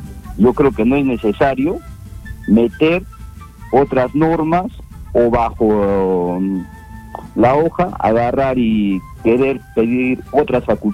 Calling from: Arequipa, Peru

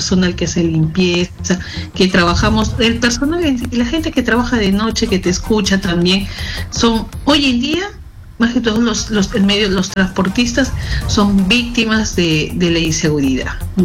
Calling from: Lima, Peru; Acá de Surquillo.

